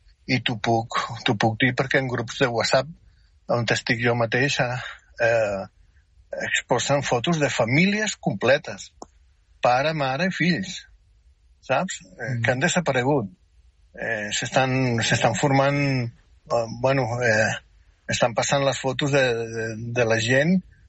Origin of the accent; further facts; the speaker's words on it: Catalonia, Spain; born there; accent: South American; also born or lived in Venezuela; jo m'estimo molt Catalunya, és la meva terra, és on vaig néixer, i m'estimo moltíssim Venezuela perquè és la terra que m'ho va donar tot.